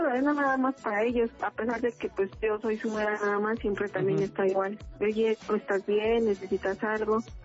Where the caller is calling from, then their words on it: Naucalpan, State of Mexico, Mexico; De Naucalpan